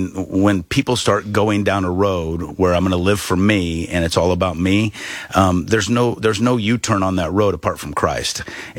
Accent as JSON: {"language": "English", "town": "Peoria", "region": "Illinois", "country": "United States", "tie": "born or raised there", "said": "Because I grew up in Peoria, Illinois, which was a melting pot and a test market for everything."}